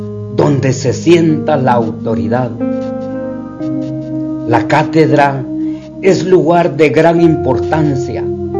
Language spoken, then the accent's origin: Spanish; San Miguel Dueñas, Sacatepéquez, Guatemala; Soy de San Miguel Dueñas.